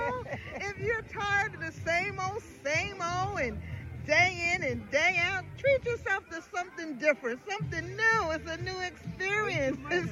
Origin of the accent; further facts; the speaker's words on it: Queens, New York, United States; I want to go back a little bit, though, because I'm from Queens.